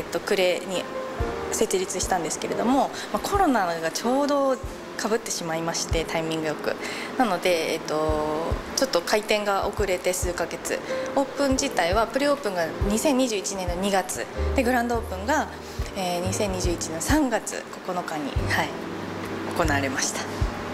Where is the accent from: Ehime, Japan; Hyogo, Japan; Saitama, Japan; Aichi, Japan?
Ehime, Japan; moved away; 実家が四国の愛媛にあるんですけれども